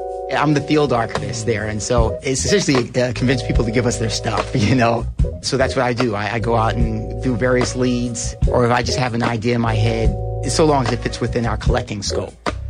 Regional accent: New York City, New York, United States; I'm from New York City. I went to predominantly white high school.

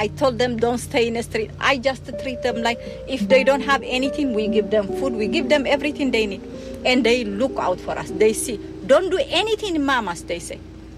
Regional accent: Eritrea; English is a second language; moved away as an adult; now in Baltimore, United States; I'm from Eritrea, East Africa, and I came 1985 here.

